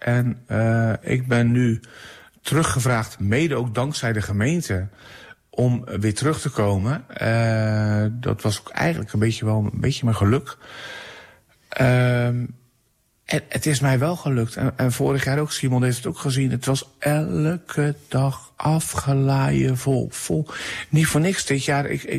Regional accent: Dordrecht, South Holland, Netherlands; Ik ben eigenlijk een beetje gevlucht uit Dordrecht, omdat ik niet passerig bedoeld, maar ik ben geen bekende Nederlander, maar in Dordrecht, als ik in de binnenstad loop, dan word ik constant aangesproken.

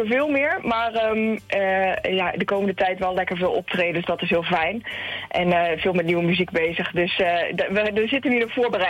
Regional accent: Raalte, Overijssel, Netherlands; moved away as an adult; also born or lived in Nijmegen / Enschede; now in Olst, Netherlands; geboren en opgegroeid in Raalte. Ik woon nu in Olst sinds een paar jaar... Ook uitstapjes naar Nijmegen en Enschede gedaan. Maar sinds een paar jaar pas in Os. Dus echt wel geboren en getogen in Raalte.

